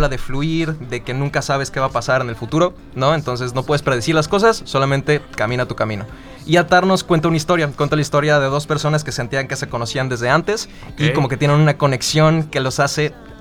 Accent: Mexico City, Mexico; moved away; Soy de la Ciudad de México, okay. Pero ya tengo aquí viviendo más de 20 años

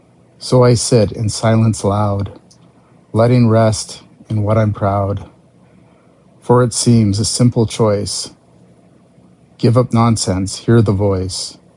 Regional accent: Manitoba, Canada; moved away as an adult; also born or lived in Alberta; now in Saskatchewan, Canada; I was born in Alberta and grew up in Manitoba, but in 2001 I came out to visit a friend in Regina and fell in love with Saskatchewan, so I made my home here. And I've been here ever since.

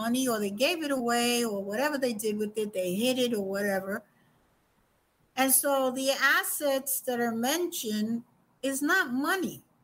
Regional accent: Puerto Rico; I'm not from Costa Rica. I'm from Puerto Rico.

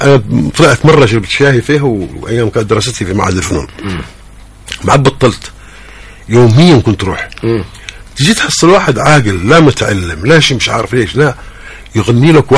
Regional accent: Hadhramaut, Yemen; نحن كفرق موسيقية من حضرموت هنا

